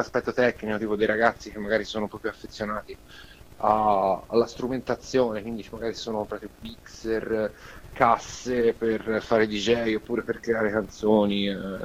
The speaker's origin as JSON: {"language": "Italian", "town": "Montemurlo", "region": "Tuscany", "country": "Italy", "said": "io sono di Prato, nello specifico Montemurlo"}